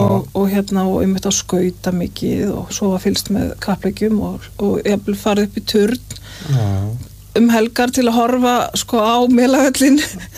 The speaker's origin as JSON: {"language": "Icelandic", "town": "Reykjavík", "region": "Capital Region", "country": "Iceland", "tie": "born or raised there", "said": "Já, ég ólst upp í Vesturbænum"}